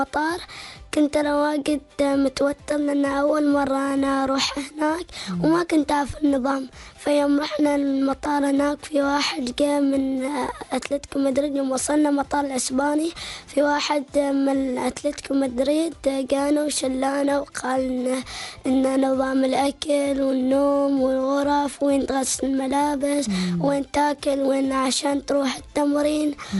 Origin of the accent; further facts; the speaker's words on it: Oman; لأن أنا عماني وافتخر.